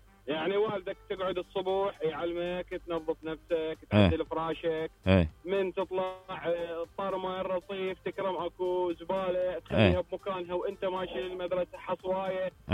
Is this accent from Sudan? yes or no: no; Iraq; احنا عراقيين.